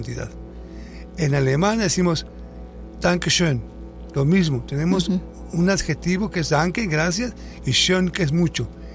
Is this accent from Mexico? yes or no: yes; Mexico; also born or lived in Canada; Soy canadiense y soy mexicano, y estuve en Canadá un buen tiempo.